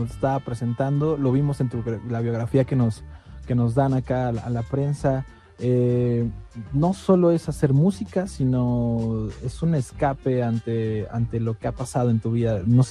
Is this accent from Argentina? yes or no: no; Mexico; así decimos acá en México